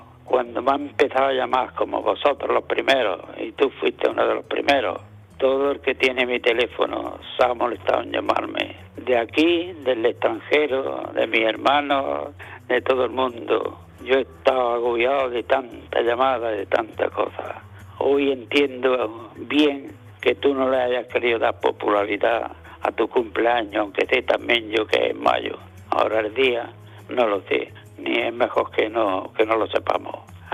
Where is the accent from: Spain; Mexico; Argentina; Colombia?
Spain; Otívar, Andalusia; born there; Yo nací hace 81 años en una casa de agricultores y comerciantes. Nací en Otiva, un pueblecillo cerca de aquí de Almuñécar, llamado la Serranía del Sol. Salí de mi casa con 14, 15 años y empecé ya a buscar mi vida.